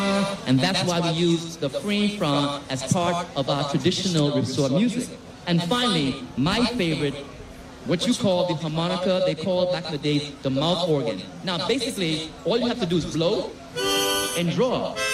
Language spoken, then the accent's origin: English; Turks & Caicos Islands; back in the day, it was very hard to be a Tux Islander in the Bahamas. Not today, because we rise and we shine.